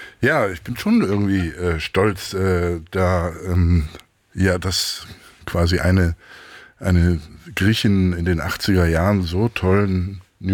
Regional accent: Cyprus; first language Greek; German is a second language; moved away; ich bin ja auf Zypern geboren, entsprechend und aufgewachsen. So entsprechend bin ich quasi mit Griechisch aufgewachsen. Besser gesagt zypriotisch. Das ist nochmal so ein Dialekt.

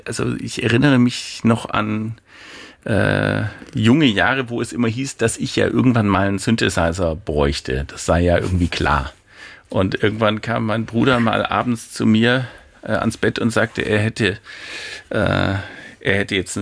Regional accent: Esslingen, Baden-Württemberg, Germany; Das war in Esslingen, wo ich aufgewachsen bin, am Neckar

